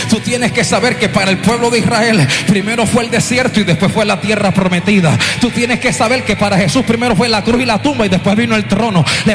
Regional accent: Colombia; Estoy en la sala VIP de la aerolínea con la que viajo en mi país. Estoy en Bogotá, Colombia

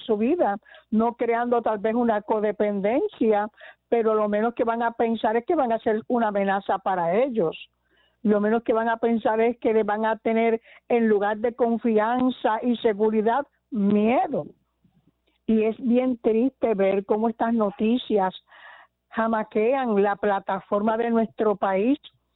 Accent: Puerto Rico; la esencia de nosotros como puertorriqueños

